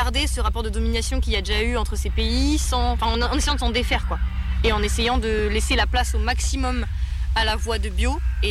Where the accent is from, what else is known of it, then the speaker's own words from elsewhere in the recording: France; en tant que Française